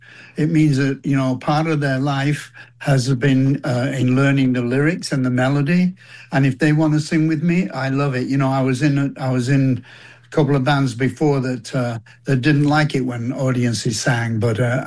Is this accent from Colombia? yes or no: no; England, United Kingdom; moved away as an adult; now in United States; And even though I'm English, as you said, I have been an American citizen for about 50 years.